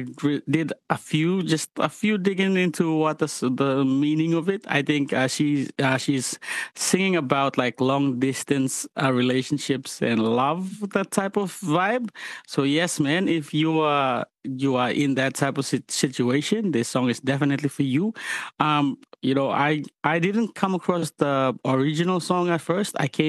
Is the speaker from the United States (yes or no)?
no; Fiji; born there; moved away; I grew up in Fiji.